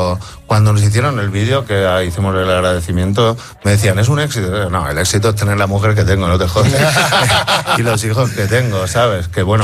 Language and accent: Spanish; Spain; Aunque a mí Repsol también me gusta, evidentemente somos españoles